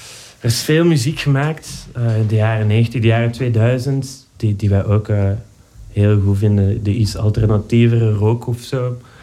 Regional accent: Leuven, Flemish Brabant, Belgium; Ja, yes. Wij komen uit Leuven.

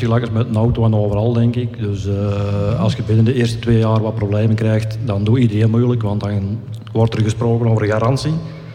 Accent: Tongerlo, Antwerp, Belgium; Natuurlijk, we zijn zelf van Tongerlo, dus we kennen al veel plaatsen.

